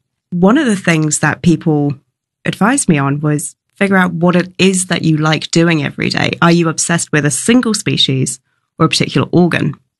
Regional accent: New Zealand; I grew up in New Zealand in Aotearoa, and we have so many beautiful species that are endangered

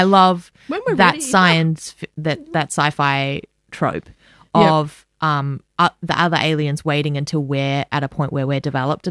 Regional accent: Australia; I'm a little less comfortable with that as an Australian.

